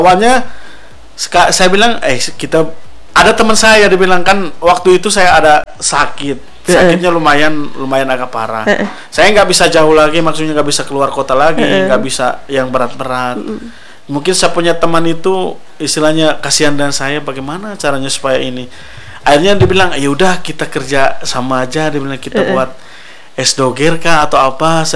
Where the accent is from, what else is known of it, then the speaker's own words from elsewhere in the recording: Tasikmalaya, West Java, Indonesia; moved away; Saya asalnya sih dari Jawa Barat. Dari tepatnya Tasikmalaya. Cuman saya sudah lama di sini, mungkin dari 2008. Tapi anehnya juga orang-orang di sini tuh tidak percaya kalau saya orang Jawa Barat.